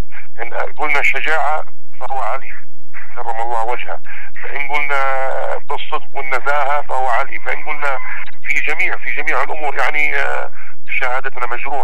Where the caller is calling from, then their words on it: Yemen; وإحنا أبناء الجنوب مسلمين تسليم مطلق خاصة محافظة المهرة